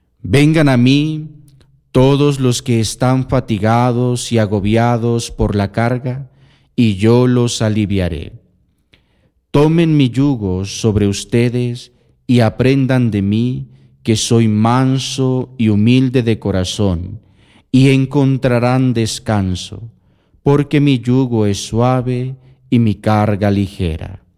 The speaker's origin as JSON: {"language": "Spanish", "country": "Ecuador"}